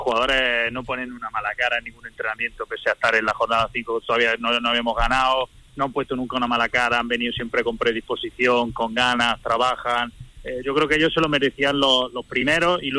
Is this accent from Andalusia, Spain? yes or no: yes; Granada, Andalusia, Spain; Yo soy de Granada, yo soy granadino.